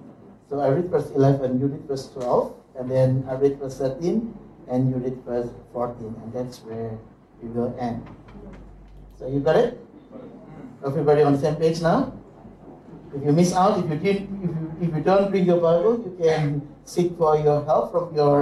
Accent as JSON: {"language": "English", "town": "Sydney", "region": "New South Wales", "country": "Australia", "moved": "yes", "said": "I was originally from Sydney. I did my study, theological studies in Sydney."}